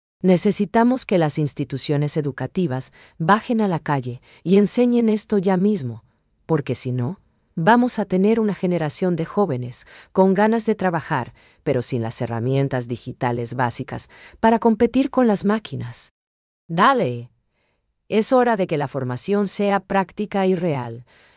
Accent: Paraguay; esa calidez paraguaya

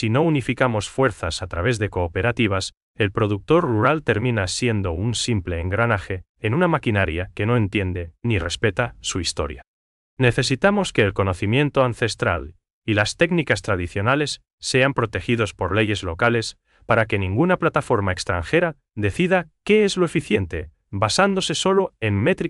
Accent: Paraguay; nos identifica como paraguayos ante el mundo

